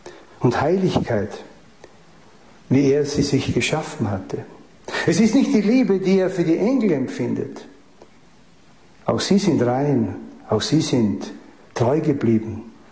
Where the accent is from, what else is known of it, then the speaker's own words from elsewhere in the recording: Styria, Austria; also als Steirer, wissen Sie, das ist ja unglaublich